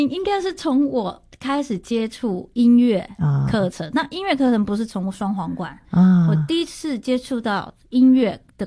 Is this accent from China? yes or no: no; Taiwan; moved away as an adult; now in United States; 所以我基本上是土生土长，在台湾长 大，